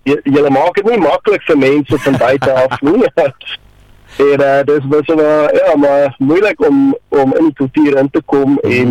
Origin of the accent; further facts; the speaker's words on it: Switzerland; Afrikaans is a second language; now in South Africa; ek is gebore in Switserland, het daar groot geword, en toe emigreer ons Suid-Afrika toe, en lang story kort, het ek maar Afrikaanse vrou leer ken, en maar sy het niks Engels gepraat nie, so ek moes maar vinnig Afrikaans leer.